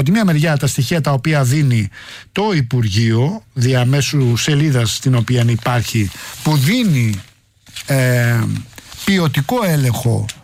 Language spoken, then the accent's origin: Greek; Rafina, Attica, Greece; Τον Πάνο στην πατρίδα μου στη Ραφίνα που είναι καλοκαιρινή.